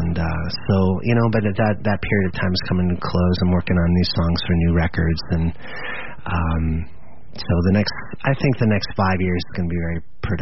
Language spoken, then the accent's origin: English; Maine, United States; moved away as an adult; also born or lived in Boston; now in Charlottesville, United States; but I'm a New England guy. I was born and raised in Maine, and I lived in Boston, went to college here, you know, spent the most important years of my life in Boston